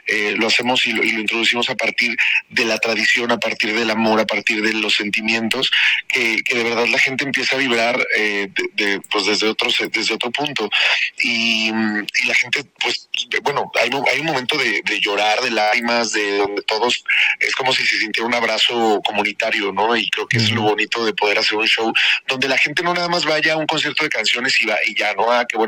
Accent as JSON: {"language": "Spanish", "country": "Mexico", "said": "a partir del punto de vista mío como mexicano"}